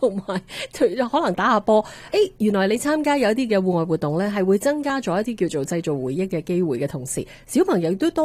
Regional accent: Canada; 就要我哋加拿大人去嘅

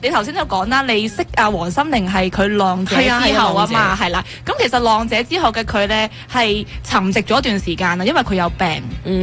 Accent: Hong Kong; 我喺香港长大啦

